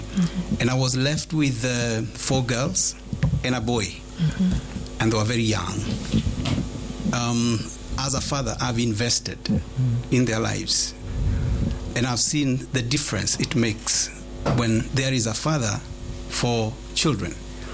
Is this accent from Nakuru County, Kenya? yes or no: no; Nairobi, Kenya; my youth, much of it, I was raised in Korogosho slums